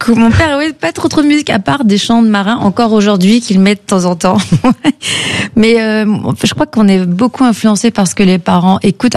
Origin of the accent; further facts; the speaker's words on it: Addis Ababa, Ethiopia; also born or lived in Côte d'Ivoire; Je suis née en Côte d'Ivoire et on est parti 6 mois plus tard, on est parti en Éthiopie, à Addis Abeba.